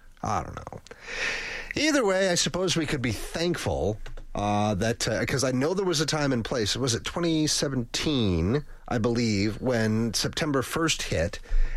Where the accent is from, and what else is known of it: Churchill, Manitoba, Canada; born or raised there